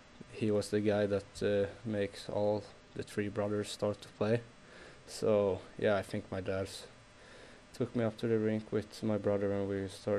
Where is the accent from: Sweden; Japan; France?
Sweden; Västra Götaland; My hometown is pretty close to Gothenburg, so even since I started to play, like, Frölunda's always been my team.